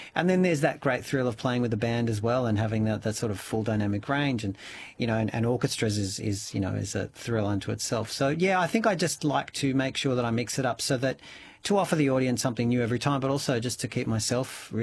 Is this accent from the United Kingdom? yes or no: no; Melbourne, Victoria, Australia; so I did that in my hometown of Melbourne